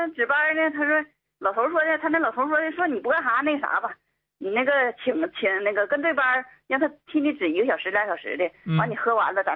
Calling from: Heilongjiang, China; 我家是黑龙江的

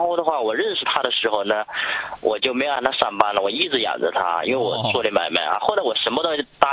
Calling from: southern China, China; 因为我不是东北人，因为我是南方人

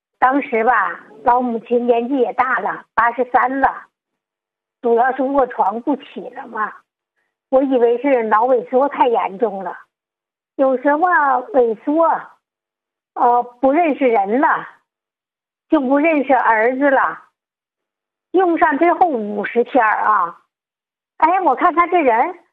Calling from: Tianjin, China; 我是天津宝坻的。

